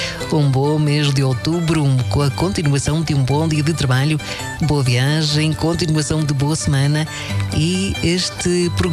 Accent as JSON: {"language": "Portuguese", "town": "São Jorge Island", "region": "Azores", "country": "Portugal", "tie": "born or raised there", "lives_now": "California, United States", "said": "E eu envio também um grande abraço a toda a minha família e amizades nos Açores, em especial na minha terra, Ilha de São Jorge."}